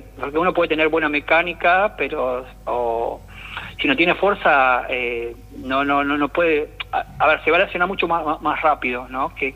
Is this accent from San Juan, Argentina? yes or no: no; Entre Ríos, Argentina; 9 de julio Villaguay, que está cerca de mi pueblo.